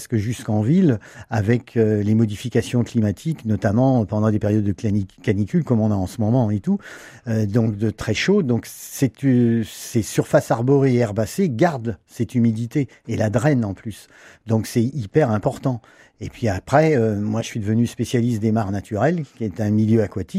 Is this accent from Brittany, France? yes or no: yes; Brittany, France; moved away; je suis breton d'origine